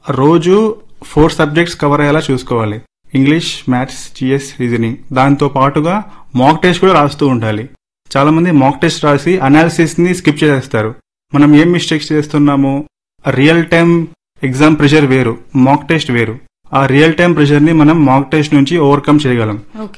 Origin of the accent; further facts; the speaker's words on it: Kadapa, Andhra Pradesh, India; మేము కడప నుంచి వచ్చాము.